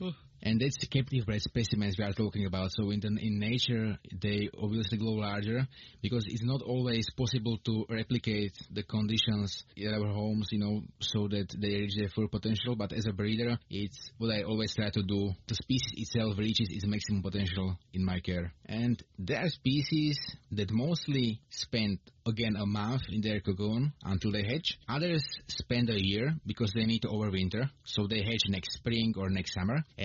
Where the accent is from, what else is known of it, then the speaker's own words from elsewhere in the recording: Bielý Kostol, Slovakia; English is a second language; I'm from Bielý Kostol in Slovakia.